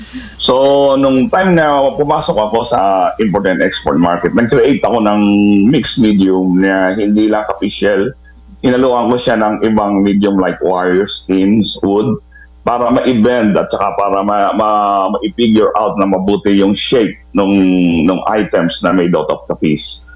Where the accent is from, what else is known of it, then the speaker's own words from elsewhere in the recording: Samal, Central Luzon, Philippines; born there; I was born here in Samal, Bataan.